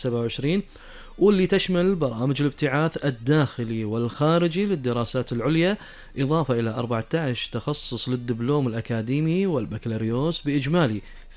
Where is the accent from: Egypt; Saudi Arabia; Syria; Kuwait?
Kuwait